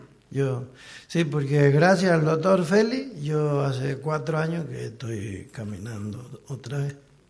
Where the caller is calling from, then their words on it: Luján de Cuyo, Mendoza, Argentina; Yo vivo en Luján de Cuyo, yo vivo allá.